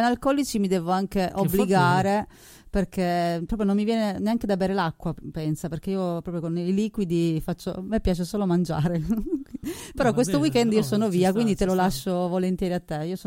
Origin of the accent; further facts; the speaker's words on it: Apulia, Italy; diciamo che sono pugliese.